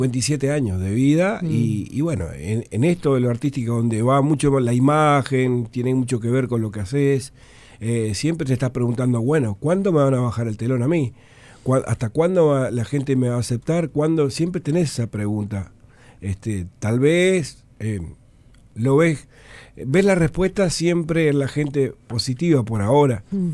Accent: Montevideo, Uruguay; born there; hay un apego especial a la gente del cerro que no se quiere ir, como yo

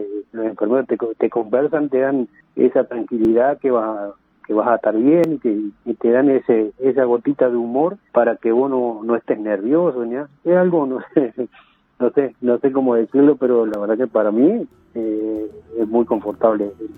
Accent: Carmelo, Colonia, Uruguay; Porque yo soy del interior, yo soy de Carmelo

